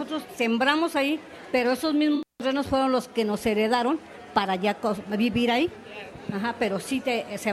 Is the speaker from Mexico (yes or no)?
yes; Tepepan, Mexico City, Mexico; born there; De ahí de Tepepan, precisamente.